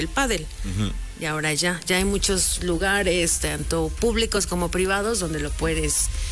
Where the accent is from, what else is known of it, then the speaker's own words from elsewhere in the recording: Metepec, Mexico; now in Puebla, Mexico; Allá en mi pueblo, en Metepec, jugaban frontón, pero con la mano.